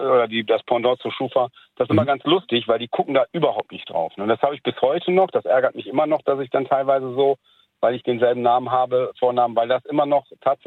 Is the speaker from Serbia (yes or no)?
yes; Serbia; Das ist aus dem Balkan, sprich es gibt tatsächlich Kroaten, die so heißen. Ich bin selber Serbe und es gibt also serbischstämmig